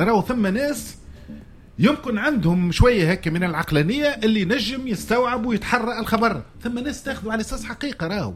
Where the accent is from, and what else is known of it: Tunisia